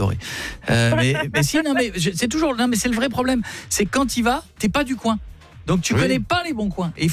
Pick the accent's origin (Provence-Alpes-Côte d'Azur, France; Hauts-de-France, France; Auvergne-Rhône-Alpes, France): Hauts-de-France, France; Marle; moved away; Marle-sur-Cerre, la ville où j'ai grandi en Picardie.